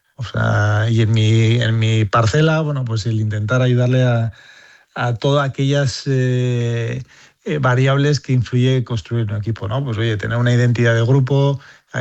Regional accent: Pamplona, Navarre, Spain; moved away; Sí, bueno, yo me fui pronto de Pamplona.

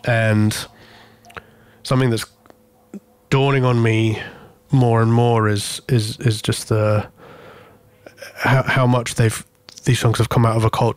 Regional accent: Corfu, Ionian Islands, Greece; moved away; Right, so I grew up on the island of Corfu. I was born in 1989. That's where my parents still live. That's where I always go back to when I visit.

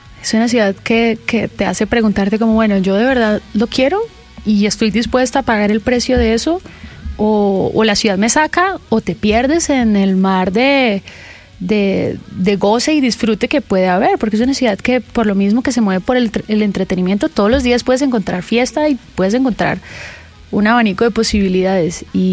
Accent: Santander, Colombia; moved away; also born or lived in Bogotá; Yo soy santandereana

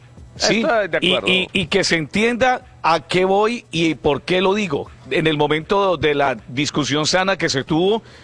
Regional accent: Tolima, Colombia; porque nosotros somos tolimenses, y digo José Alberto, Camilo, yo

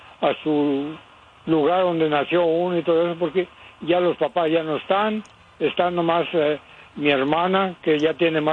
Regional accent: El Grullo, Jalisco, Mexico; now in West Covina, United States; Del Grullo, Jalisco

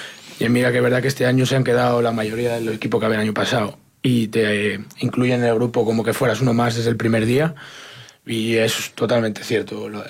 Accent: León, Castile and León, Spain; now in Zamora, Spain; soy de León y estoy aquí al lado

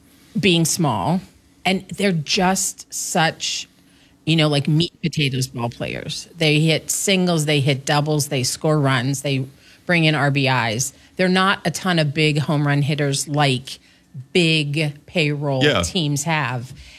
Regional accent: Pittsburgh, Pennsylvania, United States; moved away as an adult; now in Wisconsin, United States; I grew up in Pittsburgh.

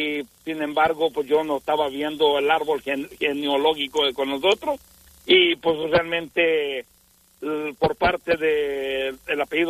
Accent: Mexico; pero yo traemos sangre de española y somos mexicanos, nacimos en México

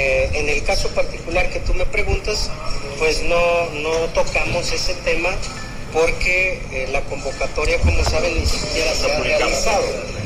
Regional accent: Acapulco, Guerrero, Mexico; los que somos de Acapulco

